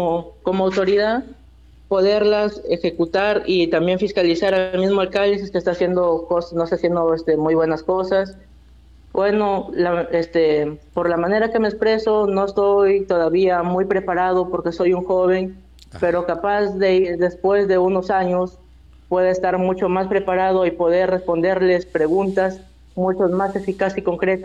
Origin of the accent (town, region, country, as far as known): Olmos, Lambayeque, Peru; born or raised there